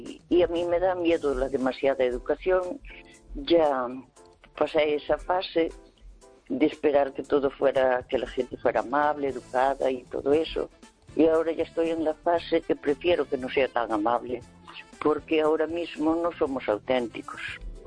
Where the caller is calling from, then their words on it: Santiago de Compostela, Galicia, Spain; de Santiago.